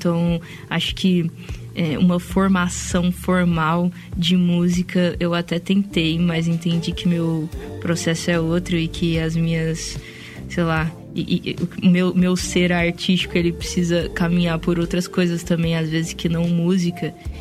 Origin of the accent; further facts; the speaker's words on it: Goiânia, Goiás, Brazil; Nascida e criada em Goiânia, fico muito feliz de estar numa rádio hoje falando na minha cidade.